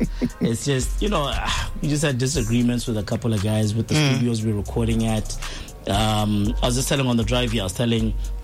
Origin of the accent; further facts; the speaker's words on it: Jwaneng, Botswana; born there; So I've been, you know, at this music thing for quite a number of years. I was born in Jwaneng.